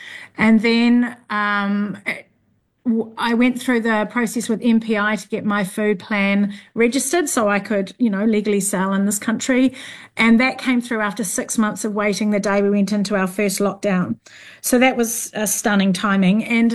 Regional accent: Northland, New Zealand; saving up to go overseas, as us Kiwis do. But I learnt a lot. From a foodie family background, growing up in the Bay of Islands, we grew everything.

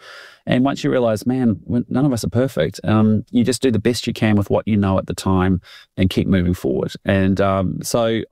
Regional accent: Christchurch, Canterbury, New Zealand; I'm a boy from Bishop Dale, Christchurch, who got to travel and live all around the world doing incredible things

